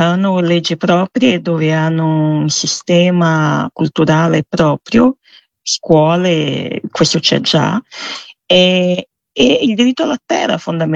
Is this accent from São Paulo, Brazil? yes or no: no; Mato Grosso do Sul, Brazil; E questo è facilmente osservabile in una regione da dove vengo io, che è il Mato Grosso do Sul